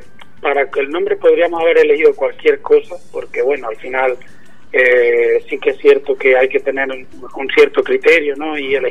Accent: Andalusia, Spain; Sí, efectivamente, nosotros somos de la comarca de la Sierra Sur de Sevilla. Estamos compuestos por miembros del pueblo de Pepa, de donde soy yo

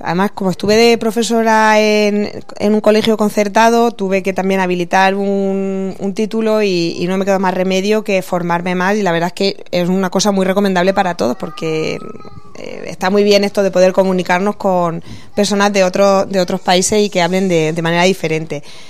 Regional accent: Caravaca de la Cruz, Region of Murcia, Spain; also born or lived in Topares; Y yo, aunque nací en Murcia, viví hasta los cuatro años en Topares. Y con esa edad nos trasladamos ya a Caravaca y desde entonces estoy aquí. Entonces, parte de mis raíces, por supuesto, está en Topares

